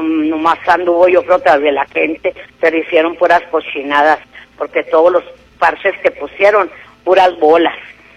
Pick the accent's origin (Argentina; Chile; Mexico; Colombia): Mexico; Ciudad Juárez, Chihuahua; born there; Yo desgraciadamente nací en Chihuahua, y digo desgraciadamente porque a mí me hubiera gustado nacer aquí en Juárez. Tengo 58 años viviendo aquí en Juárez.